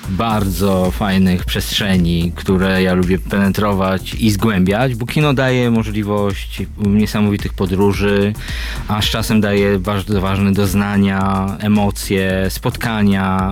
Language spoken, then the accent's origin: Polish; West Pomeranian Voivodeship, Poland; also born or lived in Szczecin; Pochodzę z małego miasteczka na Pomorzu Zachodnim, znowu Gardu.